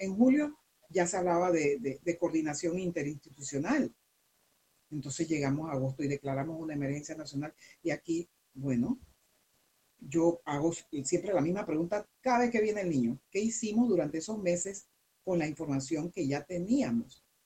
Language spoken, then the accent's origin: Spanish; Panama; como panameños de a pie